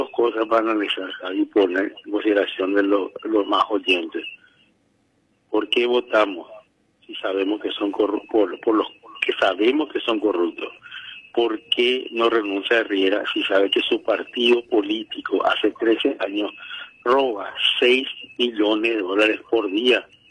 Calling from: Paraguay; somos los paraguayos impertinentes, intrusos, arribeños de nuestra propia tierra

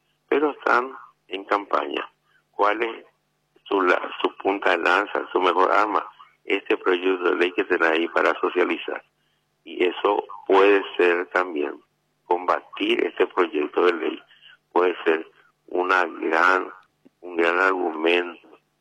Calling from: Paraguay

